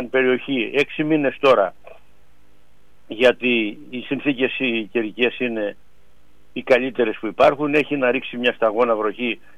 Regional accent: Kato Zachlorou, Western Greece, Greece; όπως λέμε και στο χωριό μου, στην Κάτω Ζαφλωρού

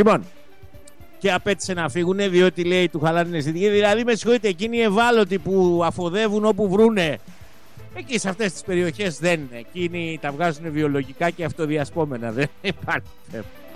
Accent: West Greece, Greece; born or raised there

